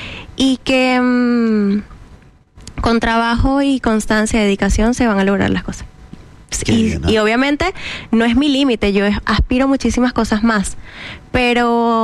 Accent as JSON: {"language": "Spanish", "country": "Venezuela", "moved": "as an adult", "said": "Y yo salí de Venezuela cuando tenía 19 años. O sea, joven."}